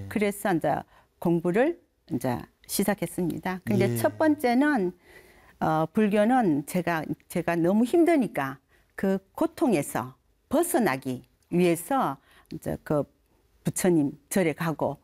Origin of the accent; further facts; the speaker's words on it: Gyeongsang, South Korea; 저는 고향이 경상도예요.